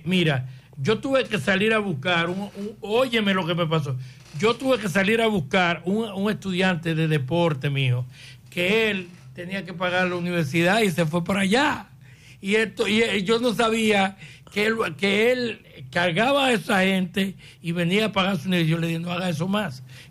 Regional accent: Dominican Republic; yo soy dominicano

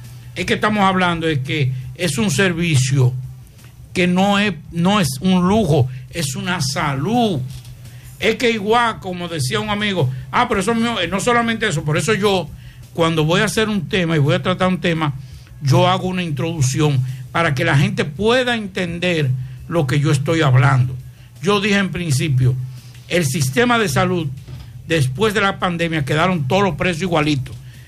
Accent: Dominican Republic; Yo estoy hablando de mi país, donde yo vivo, donde yo trabajo, porque yo no vivo en Estados Unidos. Yo vivo aquí.

